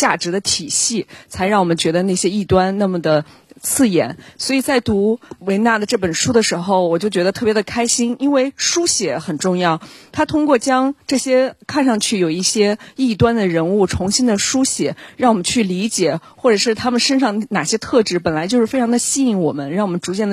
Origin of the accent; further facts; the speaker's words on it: Shandong, China; 因为我小时候在山东长大嘛，我觉得我们那边对女孩的限制特别的多